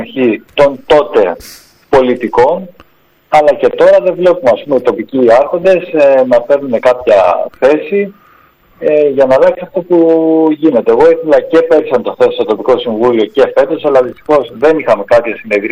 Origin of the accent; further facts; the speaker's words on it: Zakynthos, Ionian Islands, Greece; νιώθω ξένος στον τόπο μου